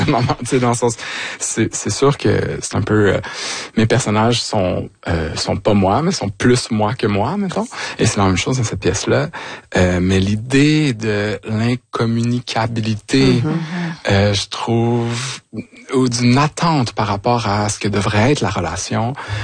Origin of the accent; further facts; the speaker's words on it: Vaudreuil-Soulanges, Quebec, Canada; Et donc moi, je suis retourné dans ma région natale, c'est-à-dire Vaudreuil-Soulanges